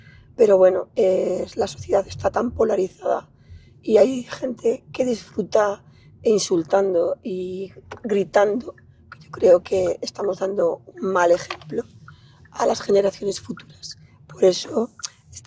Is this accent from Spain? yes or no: yes; León, Castile and León, Spain; Somos de la Venatoria de toda la vida, uh-huh. de los de León de toda la vida